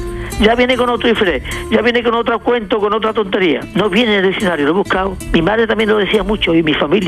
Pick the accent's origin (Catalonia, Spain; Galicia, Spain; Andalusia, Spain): Andalusia, Spain; Umbrete; born or raised there